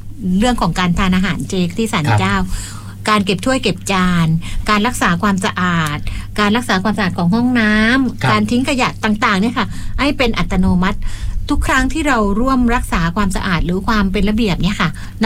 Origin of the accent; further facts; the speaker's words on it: Phuket, Thailand; เราเป็นชาวภูเก็ต